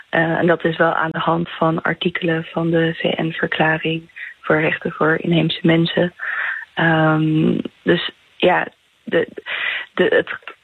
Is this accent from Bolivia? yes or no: yes; Bolivia; En ja, ik ben dan zelf uit Bolivia. En in Bolivia hadden wij de Cerro Rico, de berg met al het zilver.